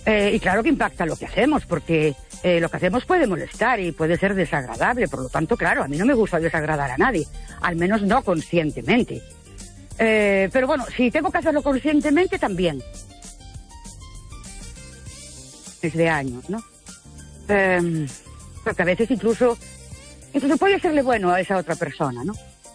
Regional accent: Ourense, Galicia, Spain

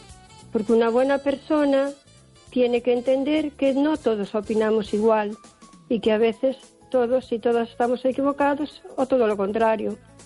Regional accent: O Carballiño, Galicia, Spain

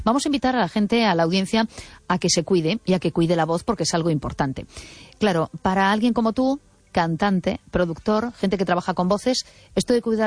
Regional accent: A Coruña, Galicia, Spain; also born or lived in Vigo; now in Mos, Spain; Como yo soy una coruñesa afincada en Vigo, bueno, ahora en Mos, con lo cual ya estoy efectivamente cada vez más dividida.

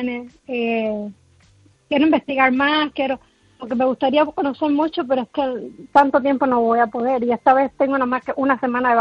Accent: Santa Clara, Villa Clara, Cuba; Yo no soy de La Habana, yo soy del interior de Santa Clara

